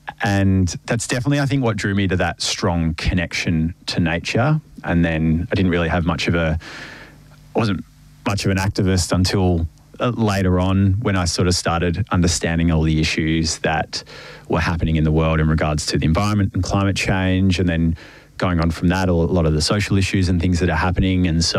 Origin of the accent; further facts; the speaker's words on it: Ocean Grove, Victoria, Australia; born there; also born or lived in South Australia; Yeah, so I moved to Ocean Grove and the Bellarine when I was about 10, I think, from South Australia. That was the first time I'd lived in a coastal town